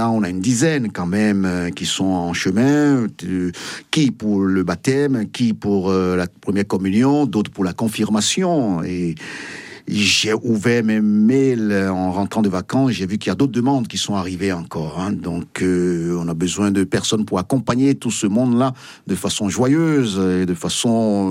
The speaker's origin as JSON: {"language": "French", "country": "Benin", "moved": "yes", "said": "chez nous au Bénin"}